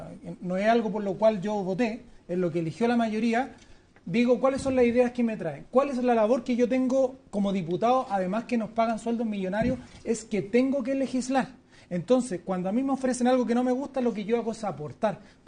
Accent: Valparaíso, Chile; Yo vengo del Cerro Rocuán de Valparaíso.

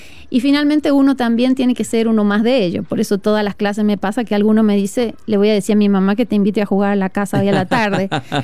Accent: Argentina; now in Chile; Estela, ahora habla como argentina. Yo tengo un acento ya suavizado, son 20 años ya en Chile

